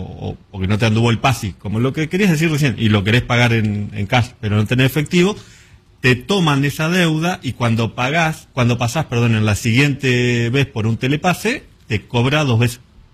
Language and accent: Spanish; General Alvear, Buenos Aires Province, Argentina; now in Exaltación de la Cruz, Argentina; en mi pueblo donde yo soy oriundo, originario, nacido, criado y todo, destetado también... General Alvear es partido General Alvear y el pueblo General Alvear